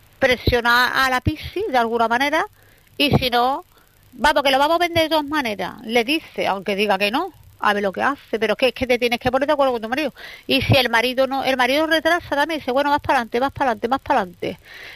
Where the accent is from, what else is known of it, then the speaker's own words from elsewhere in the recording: Alcalá, Spain; yo como soy de Alcalá, digo, pues si tienes gente donde tú te puedas ir, pues te vas tú.